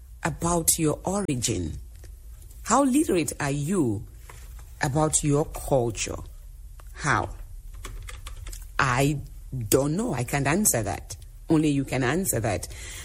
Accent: Cameroon; English is a second language; now in United States; Yeah, they might have an accent. I'm from Africa, from Cameroon. But I can say that I'm fluent. I can write, I can speak English. I am fluent in French as well. I can write and speak French.

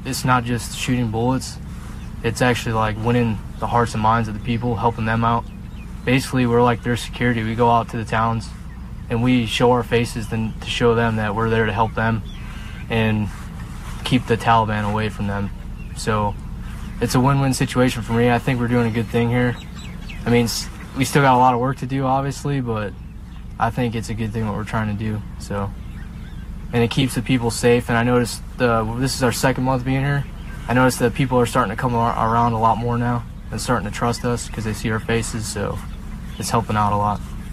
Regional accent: Burbank, Illinois, United States; I'm from Chicago, Illinois, but I'm from the suburbs of Chicago, not from the city, so I'm from Burbank, a small town.

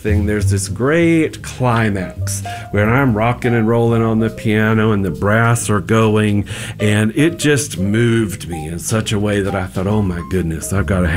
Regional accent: Florida, United States; I grew up over in Polk County

